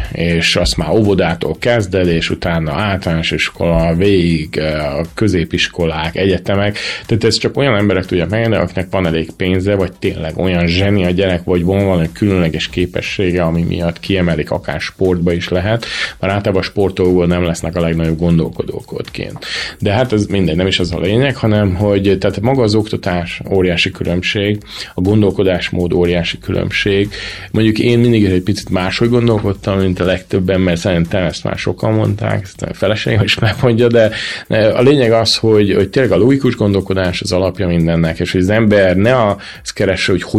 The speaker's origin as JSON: {"language": "Hungarian", "country": "Hungary", "tie": "born or raised there", "first_language": "Hungarian", "moved": "as an adult", "lives_now": "United States", "said": "én nagyon örülök neki, hogy Magyarországon születtem, itt tanultam"}